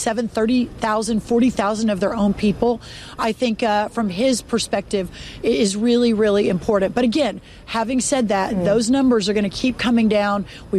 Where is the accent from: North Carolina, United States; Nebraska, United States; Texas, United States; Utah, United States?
Texas, United States; Glen Rose; also born or lived in Dallas; The town where I was born, Dallas, Texas, grew up about an hour and a half south of here in tiny little Glen Rose, Texas.